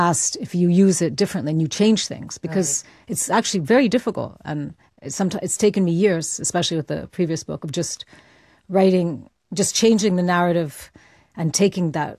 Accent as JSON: {"language": "English", "country": "Mexico", "second_language": "English", "lives_now": "United Kingdom", "said": "well, actually, I feel more British Mexican. I've lived here longer than anywhere else, and apart from my accent, it's very much the English that I use."}